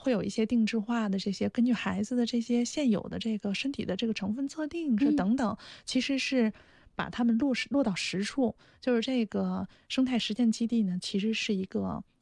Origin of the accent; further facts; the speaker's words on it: Northwest China, China; 因为我们是西北人嘛，本来就擅长这个碳水